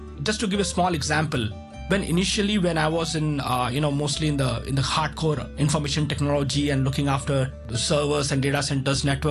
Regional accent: Mumbai, Maharashtra, India; now in Hong Kong; when I was growing up in Mumbai

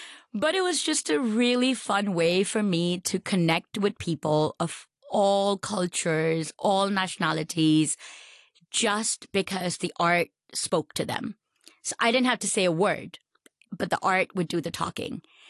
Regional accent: Hong Kong; born there; first language Urdu; English is a second language; also born or lived in Pakistan

